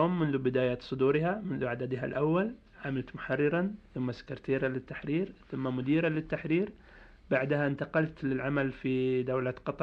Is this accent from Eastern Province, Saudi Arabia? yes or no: yes; Al-Jishah, Eastern Province, Saudi Arabia; also born or lived in Hofuf; هذا الأستاذ هو إمام جليل لأحد المساجد في قريتنا الجشة